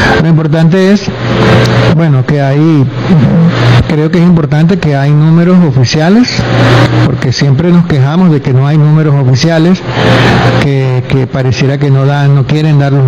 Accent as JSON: {"language": "Spanish", "country": "Venezuela"}